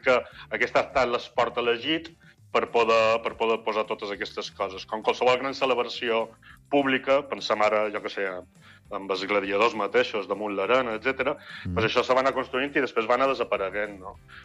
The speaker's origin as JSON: {"language": "Catalan", "country": "United Kingdom", "said": "per la meva banda estic celebrant, també, perquè som mig britànic i amb aquest Mundial he estat anant amb Anglaterra"}